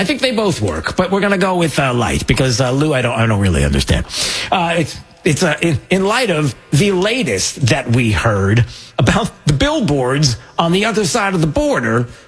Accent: New York, United States; I grew up in New York

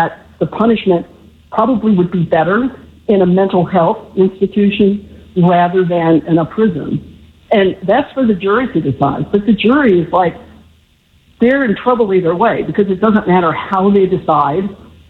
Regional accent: Marietta, Georgia, United States; now in Carson City, United States

